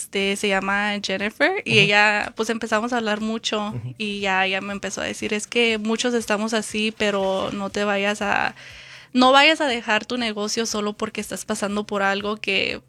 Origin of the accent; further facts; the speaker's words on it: Mexico; now in Phoenix, United States; obviamente soy mexicana.